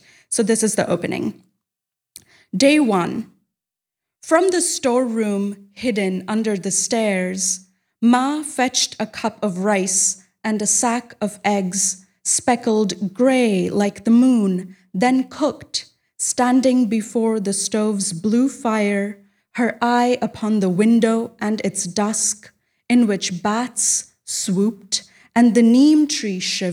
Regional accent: Kolkata, West Bengal, India; my hometown of Kolkata in India

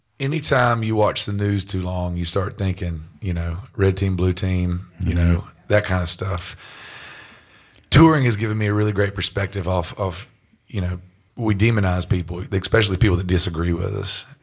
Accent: North Carolina, United States; because I'm a redneck from North Carolina. Like, I never left this state until I was 18 years old.

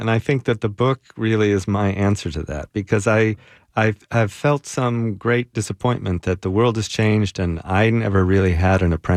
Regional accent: California, United States; suburbs in California. I'm a kid from America.

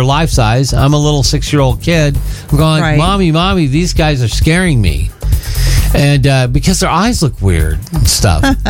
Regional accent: California, United States; I grew up here in Southern California.

